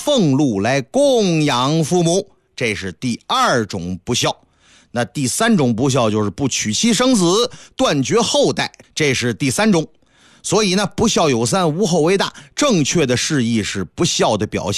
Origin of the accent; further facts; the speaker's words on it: Northeast China, China; accent: Northeastern dialect; 按照我们东北话讲，